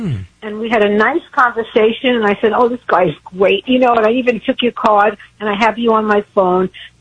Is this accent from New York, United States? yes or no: yes; Brooklyn, New York, United States; also born or lived in Philadelphia / Boston; Yes, I am originally from Brooklyn. Then I moved to Philadelphia, then Boston, and then we ended up